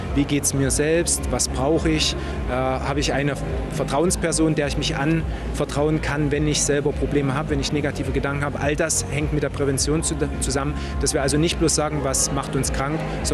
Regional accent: Schwarzenberg, Saxony, Germany; ich stamme aus Schwarzenberg, aus dem Erzgebirge, und ich bin selbst Psychologe, habe in Chemnitz studiert

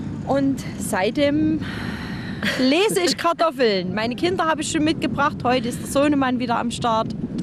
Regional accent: Reichenbach, Germany; Wir kommen aus Reichenbach.

